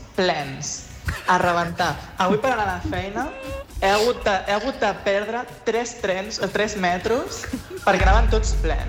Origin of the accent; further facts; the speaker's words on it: Catalonia, Spain; Perquè jo soc del Maresme.